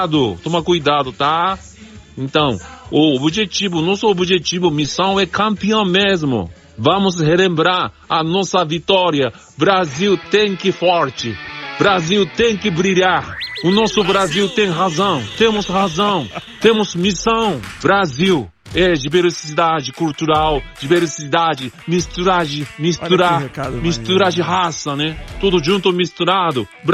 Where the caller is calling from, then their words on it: Japan; eu sou japonês aqui do Japão